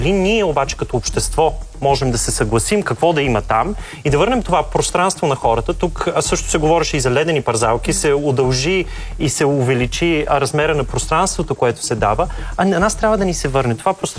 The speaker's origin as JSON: {"language": "Bulgarian", "town": "Varna", "region": "Varna Province", "country": "Bulgaria", "said": "аз като варненец много често се изненадвам, когато отида до някой паметник"}